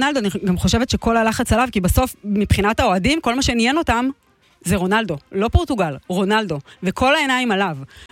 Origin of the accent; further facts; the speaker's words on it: Northern District, Israel; אני גדלתי בגליל העליון, ילידת עונת הדובדבנים, גדלתי בעונת האליפות ההיסטורית.